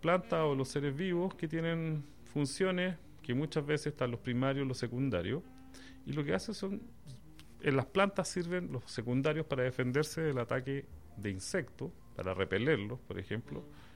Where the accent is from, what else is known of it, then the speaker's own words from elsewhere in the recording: Valdivia, Los Ríos, Chile; moved away as an adult; now in Valparaíso, Chile; Soy valdiviano de origen.